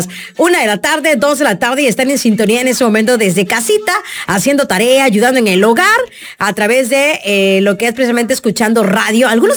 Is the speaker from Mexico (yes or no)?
yes; Mexico; Y somos nosotros los mexicanos